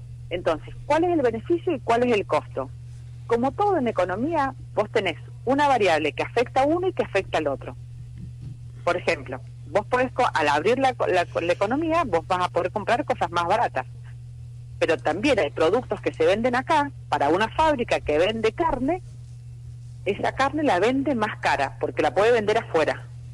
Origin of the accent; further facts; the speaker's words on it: Argentina; lo que me parece que los argentinos no tenemos es ni paciencia ni memoria.